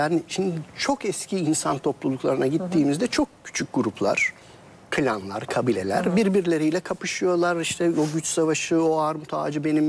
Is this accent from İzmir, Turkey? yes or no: no; Izmit, Kocaeli, Turkey; Kimse kusura bakmasın, ben İzmitliyim, Sakarya'yla kavgalıyızdır biz.